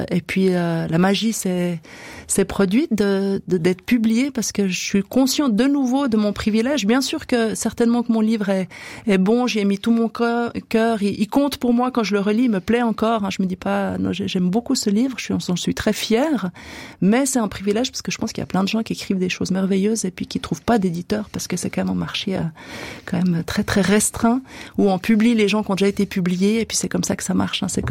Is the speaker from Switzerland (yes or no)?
yes; Switzerland; c'est facile de parler de Cuba quand on est Suisse, quand on y va pour les vacances